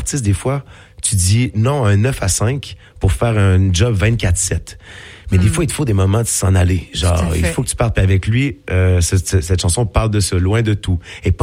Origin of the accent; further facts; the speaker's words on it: Quebec City, Quebec, Canada; Et chez moi, à Québec, je viens de Québec.